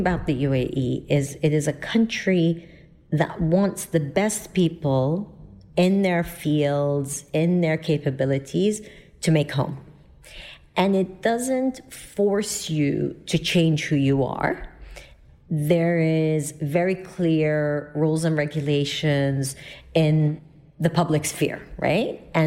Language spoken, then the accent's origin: English; London, United Kingdom; now in United Arab Emirates; You know, I came here from London and a lot of Brits are quite cynical when you talk about these things